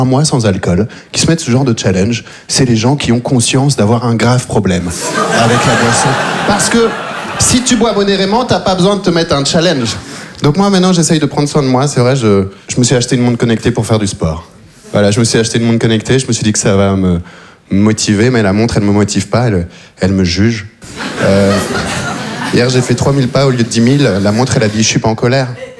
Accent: Belgium; born or raised there

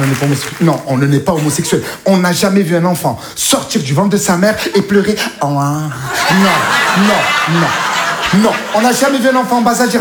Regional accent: Marseille, Provence-Alpes-Côte d'Azur, France; accent: Marseille; Je viens de Marseille. J'ai fait le casting et on ne m'a pas pris pour deux raisons. La première, c'est que j'avais l'accent marseillais

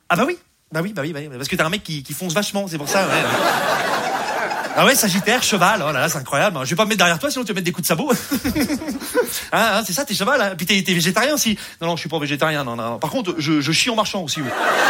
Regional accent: Rouen, Normandy, France; je viens de Rouen, voilà, je vous le dis, hein. Je sais pas si vous connaissez un peu Rouen, c'est la Normandie, voilà. Rouen, c'est la ville aux 100 clochers

